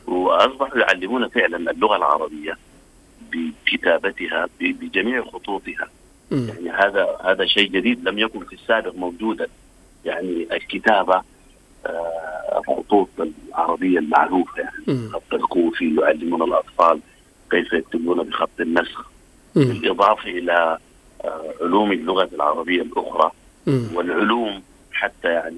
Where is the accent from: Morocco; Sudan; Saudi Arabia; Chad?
Sudan; بلدي السودان.